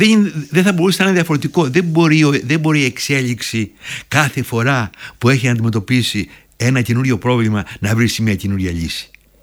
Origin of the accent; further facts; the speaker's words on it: Greece; moved away; Έχουμε πλεονέκτημα σαν Έλληνες ότι είτε το θέλουμε είτε όχι επηρεαζόμαστε από την υπέροχη προσφορά της αρχαίας Ελλάδας. Έρχομαι στην Ελλάδα, στην Αθήνα.